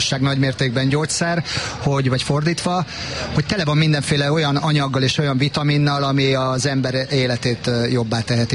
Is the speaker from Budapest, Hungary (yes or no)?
no; Vas County, Vas, Hungary; moved away; A vasmegyei változat, mert én onnan származom.